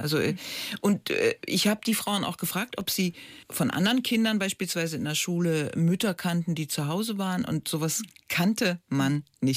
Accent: Berlin, Germany; Ich bin an der Mauer groß geworden.

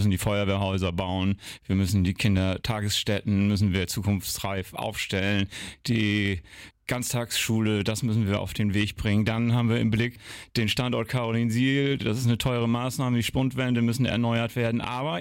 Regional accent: Wittmund, Lower Saxony, Germany; gebürtiger Wittmunder, bin viele Jahre ehrenamtlich in der Stadt Wittmund aktiv

